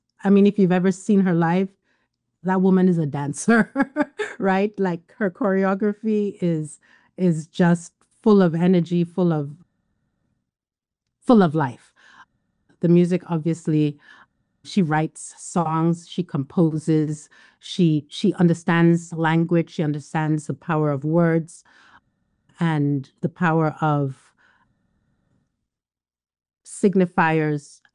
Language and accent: English; Nigeria; Yes, I'm half Nigerian. So I grew up in Nigeria, hearing a lot of West African music, highlife, Makossa, Afrobeat.